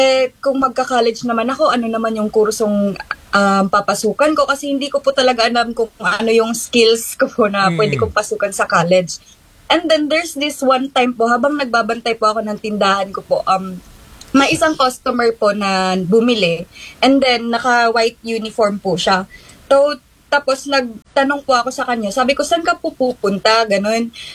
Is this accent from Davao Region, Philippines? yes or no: yes; Davao City, Davao Region, Philippines; since taga Davao ako, malapit lang ako sa mismong location ng school